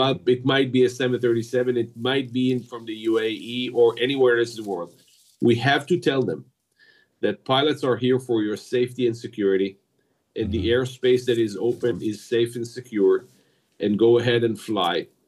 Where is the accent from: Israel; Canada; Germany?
Israel; English is a second language; I come from Israel, and it's a small country, which is being challenged by war for like more than 3 years